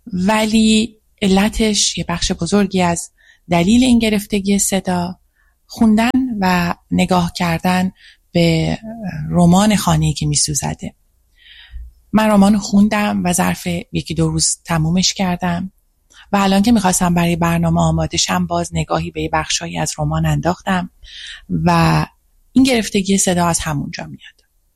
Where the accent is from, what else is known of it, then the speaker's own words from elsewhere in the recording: Iran; فکر کردم که خانه من در وطنم در حال سوختنه